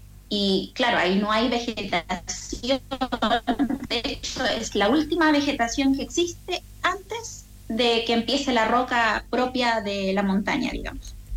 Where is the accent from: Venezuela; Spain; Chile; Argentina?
Chile; Coyhaique, Aysén; moved away as an adult; also born or lived in Santiago; yo también soy de Coyhaique